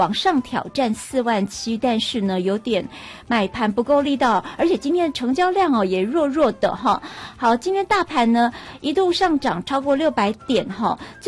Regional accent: Taipei, Taiwan; 今年这个从六月份的时候，我们台北这边就都会有突然的强降雨

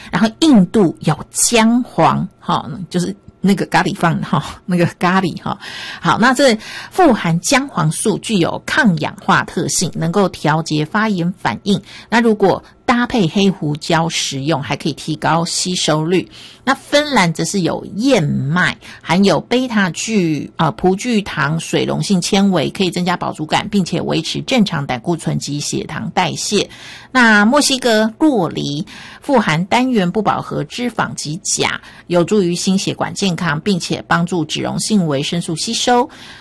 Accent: Taiwan; 别的国家刚才讲到的这些食材，我们台湾这边也不难拿到嘛

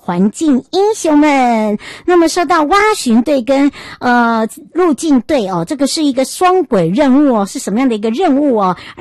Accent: Yuli, Hualien County, Taiwan; 因为我们家乡这个玉里是属于南区，这是属于北区

